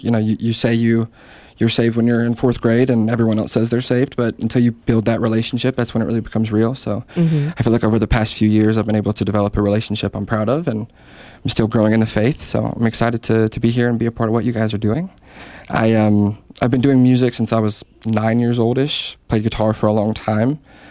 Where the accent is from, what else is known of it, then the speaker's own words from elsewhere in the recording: Richlands, North Carolina, United States; now in Wilmington, United States; So I'm from Richlands, North Carolina, originally. It's about an hour from here. It's a little small town.